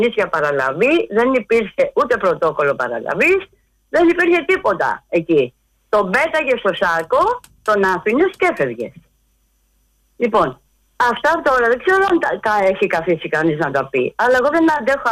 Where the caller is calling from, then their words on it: Peristeri, Attica, Greece; είμαι από το Περιστέρι.